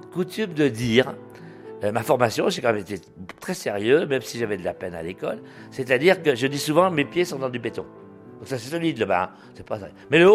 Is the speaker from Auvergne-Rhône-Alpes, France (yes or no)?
yes; Annecy, Auvergne-Rhône-Alpes, France; born there; Je suis au Quai Jules Philippe, à l'école du Quai Jules Philippe